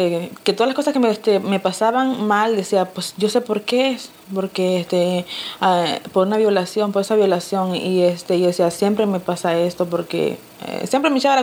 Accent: Estelí, Nicaragua; Sí, yo vengo de la ciudad de Estelí, Nicaragua.

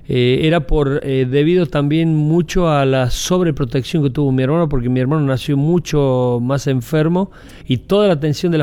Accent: Córdoba, Argentina; born there; Nací en Córdoba, provincia de Argentina, y en una familia de 6 hermanos

